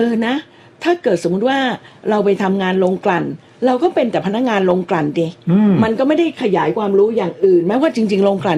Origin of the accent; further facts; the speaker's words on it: Bangkok, Thailand; เพราะเราเด็กกรุงเทพเนาะลาดกระบังก็อยู่กรุงเทพนะแต่เข้าไปเนี่ยไม่เคยเห็น